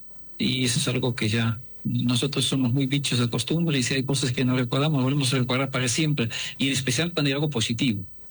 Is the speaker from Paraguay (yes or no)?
no; Netherlands; first language Dutch; Spanish is a second language; moved away as an adult; also born or lived in Switzerland / Buenos Aires, Argentina / Brazil; now in Mexico; yo lo comparo un poco con mi idioma holandés.